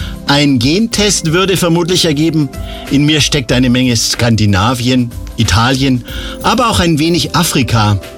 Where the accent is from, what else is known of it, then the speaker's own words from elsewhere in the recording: Schwabmünchen, Bavaria, Germany; born there; Geboren wurde ich in Schwabmünchen, doch mein Vater kommt aus Nauen bei Berlin.